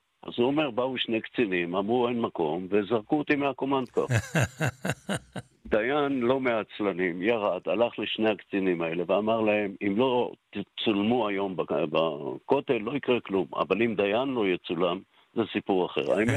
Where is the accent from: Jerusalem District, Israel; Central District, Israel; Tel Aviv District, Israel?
Jerusalem District, Israel; Jerusalem; ואני בעצמי גדלתי בעיר העתיקה ואני חוזר אליה